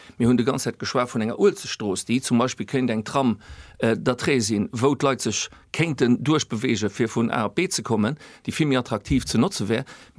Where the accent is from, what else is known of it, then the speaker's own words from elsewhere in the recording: Esch-sur-Alzette, Luxembourg; born there; Also als geborenen Escher